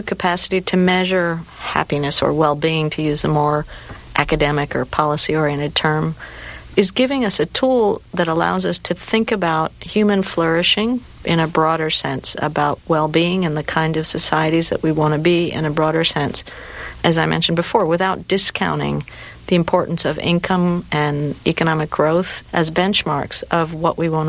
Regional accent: Peru; I'm from Peru

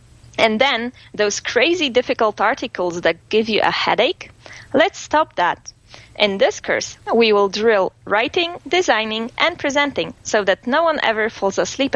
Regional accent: Warsaw, Masovian Voivodeship, Poland; from Warsaw. I'm a PhD student in neurobiology.

